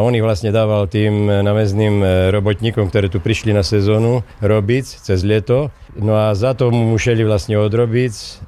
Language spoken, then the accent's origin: Slovak; Prešov Region, Slovakia; U nás v Šarišu